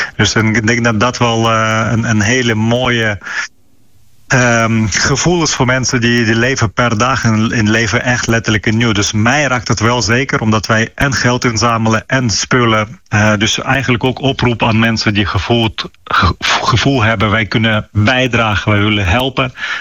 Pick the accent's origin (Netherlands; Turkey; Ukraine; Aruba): Ukraine; Dutch is a second language; omdat ik uit Oekraïne kom en Oekraïne vecht jarenlang tegen Russische agressie